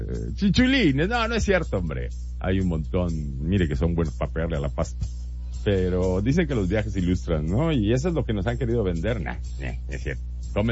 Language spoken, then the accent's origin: Spanish; Mexico